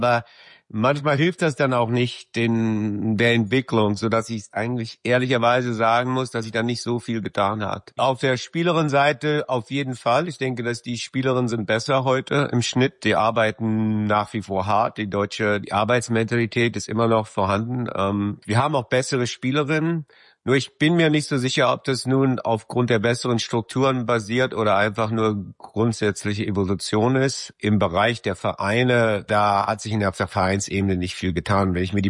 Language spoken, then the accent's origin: German; Berlin, Germany; moved away as an adult; Zuerst bin ich aufgewachsen in Lichtenrade